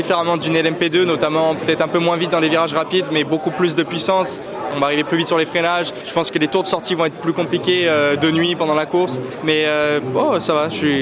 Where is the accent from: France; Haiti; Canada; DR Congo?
France; moi en tant que français